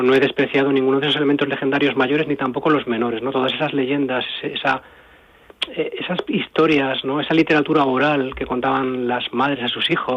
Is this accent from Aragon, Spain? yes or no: yes; Aragon, Spain; como yo soy aragonés